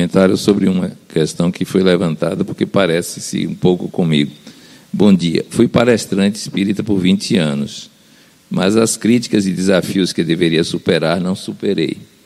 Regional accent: Serrinha, Bahia, Brazil; em Serrinha, minha terra

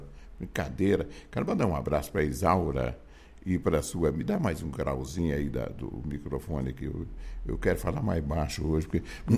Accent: Minas Gerais, Brazil; Lá na minha terra, em qualquer canto aqui no estado de Minas, né?

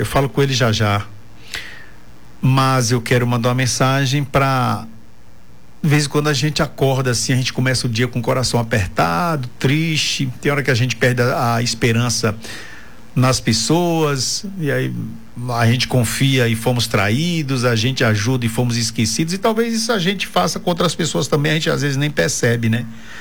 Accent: Ribeira do Pombal, Bahia, Brazil; now in São Paulo, Brazil; Toda a minha vida, eu saí de Pombal, é a coisa mais difícil do mundo, e eu vejo tanta gente, eu amo, e deve amar, mas assim, eu além de amar Ribeira do Pombal, não gosto nem de sair de Ribeira do Pombal

